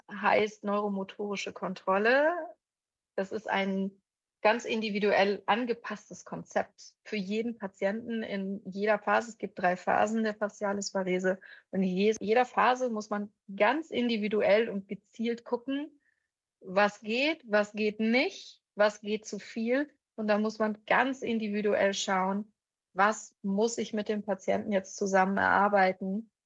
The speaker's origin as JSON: {"language": "German", "town": "Bonn", "region": "North Rhine-Westphalia", "country": "Germany", "said": "Ich komme aus Bonn, bin Logopädin in Bonn."}